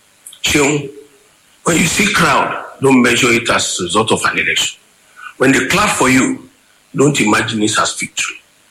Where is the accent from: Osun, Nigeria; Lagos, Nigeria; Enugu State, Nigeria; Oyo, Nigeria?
Oyo, Nigeria; Ibadan; born there; I was born in Ibadan. I was born at Oluyoro Hospital in Ibadan. My father used to live at Isaleusi.